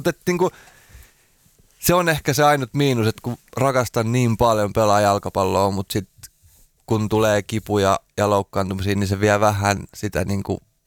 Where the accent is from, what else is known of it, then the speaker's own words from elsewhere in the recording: Nummela, Uusimaa, Finland; born there; also born or lived in Järvenpää / Halkia, Pornainen; Nummela tuntuu mulle niin kuin kotipaikalta. Et siellä mä oon niin kuin nuoruuden viettänyt ja että jotenkin jos multa kysytään, että mistä mä oon kotosin, niin se tulee jotenkin automaattisesti, että mä oon Nummelasta.